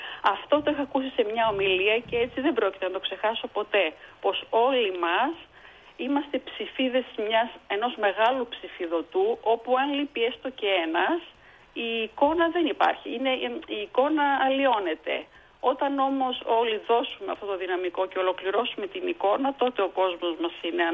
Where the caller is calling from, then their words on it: Greece; από τους Αμπελόκηπους.